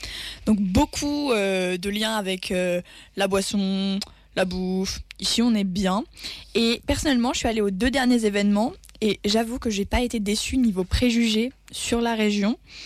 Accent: Bordeaux, Nouvelle-Aquitaine, France; now in Arras, France; moi, je viens de Bordeaux

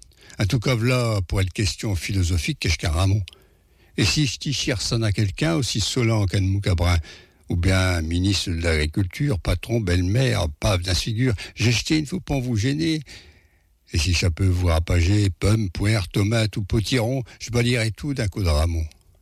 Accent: Paris, Île-de-France, France

